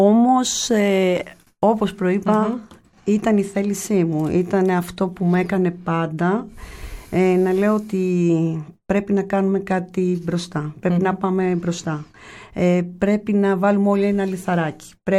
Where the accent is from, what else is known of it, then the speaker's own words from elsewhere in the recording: Messini, Peloponnese, Greece; also born or lived in Kalamata; Πριν είπα ότι μεγάλωσα στη Μεσίνη, η Μεσίνη είναι ο τόπος μου, μπορεί να γεννήθηκα στην Καλαμάτα, αλλά τη Μεσίνη την αγαπάω.